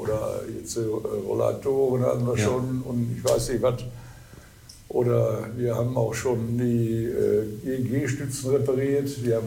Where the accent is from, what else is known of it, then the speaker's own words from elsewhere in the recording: Butjadingen, Lower Saxony, Germany; ich komme nur aus Budjading